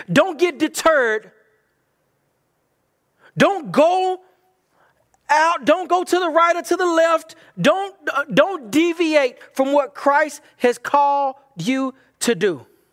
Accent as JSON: {"language": "English", "region": "Bible Belt", "country": "United States", "tie": "born or raised there", "said": "I do come from a background from where I'm from, and growing up in the Bible Belt"}